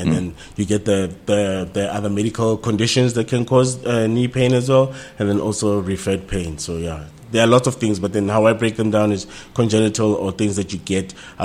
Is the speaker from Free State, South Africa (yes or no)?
no; Gauteng, South Africa; I'm an orthopedic surgeon. Born and bred in the Vaal. Did my MBCHB at Stellenbosch University. After that, came back and worked in the Vaal, did my internship